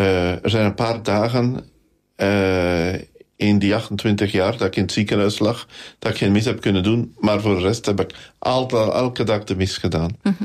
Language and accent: Dutch; Nederasselt, Gelderland, Netherlands; moved away; ik ga nooit weg uit Nederasselt. Nu voor een stuk, ja, blijf ik een echte man van Nederasselt ook, hoor, hè, als priester. Ligt mijn hart daar nog altijd, hè, in mijn geboortedorp.